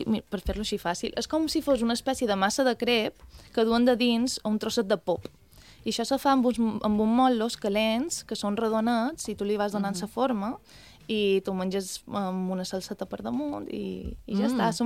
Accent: Balearic Islands, Spain; jo li deia, bé, soc d'una illa d'Espanya, soc de Mallorca, i...

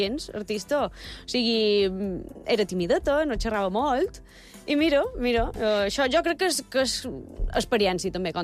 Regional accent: Palma, Balearic Islands, Spain; Sol contestar que soc de Palma, però ja per les renyades que m'endú. Jo soc de Sant Ferriol, tota la vida he viscut a Sant Ferriol.

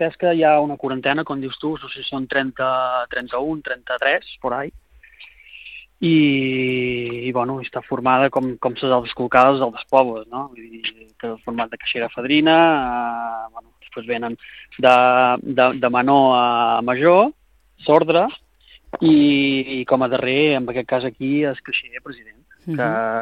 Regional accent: Mahón, Balearic Islands, Spain; Jo som de Mahón, però tinc un vincle bastant important en Cal Emporter, perquè tinc una casa de fa 25 anys aquí

